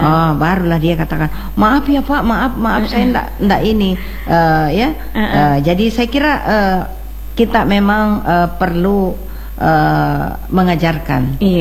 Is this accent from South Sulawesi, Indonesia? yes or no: yes; South Sulawesi, Indonesia; accent: Makassar